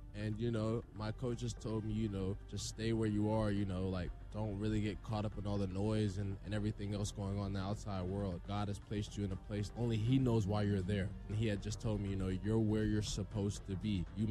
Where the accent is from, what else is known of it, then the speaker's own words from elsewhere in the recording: Sanford, Florida, United States; I'm from Sanford, Florida.